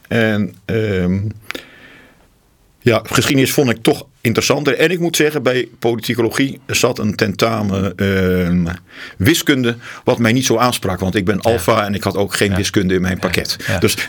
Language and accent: Dutch; Stolwijk, South Holland, Netherlands; also born or lived in Utrecht / Amsterdam; now in Gouda, Netherlands; En daar hebben we toen kort gewoond. En daarna zijn mijn ouders doorverhuisd naar Stolwijk. En vanuit Stolwijk heb ik mijn lagere school gedaan. En ook weer de middelbare school in Gouda, het Koornhert Gymnasium.